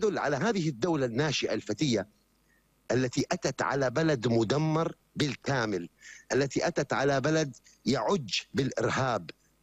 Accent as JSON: {"language": "Arabic", "country": "Syria", "said": "نحن لدينا جرح عميق غائر كسوريين"}